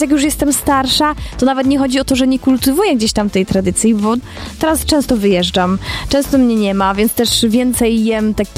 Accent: Piekary Śląskie, Silesian Voivodeship, Poland; also born or lived in Germany; Tak, to jest moje rodzinne miasto.

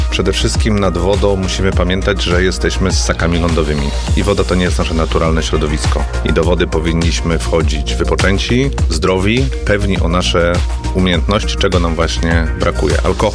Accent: Przymorze, Pomeranian Voivodeship, Poland; Ja wychowałem się na Przymorzu, więc plaża była naszym naturalnym środowiskiem.

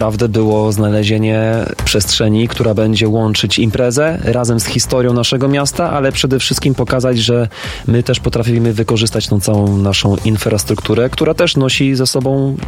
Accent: Szczecin, West Pomeranian Voivodeship, Poland; my jesteśmy ludźmi ze Szczecina, ZS to nasze miasto

